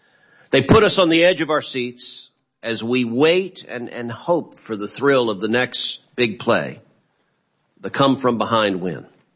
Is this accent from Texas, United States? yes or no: yes; Texas, United States; 39 states and the District of Columbia have legalized some form of sports betting, though my home state of Texas has not.